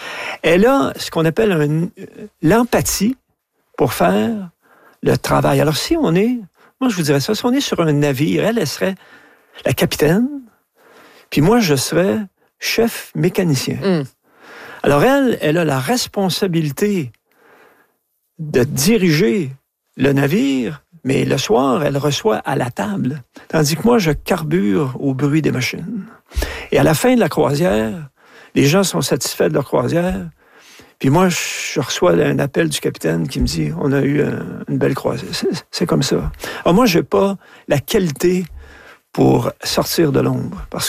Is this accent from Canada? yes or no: yes; Quebec, Canada; surtout appris à aimer mon pays, le Québec.